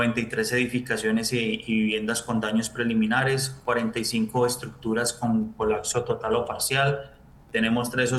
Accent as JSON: {"language": "Spanish", "town": "Cali", "region": "Valle del Cauca", "country": "Colombia", "lives_now": "Jamundí, Colombia", "said": "la solidaridad de nosotros como caleños"}